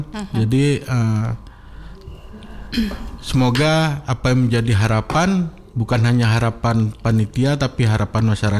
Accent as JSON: {"language": "Indonesian", "region": "Aceh", "country": "Indonesia", "said": "kita Aceh Barat"}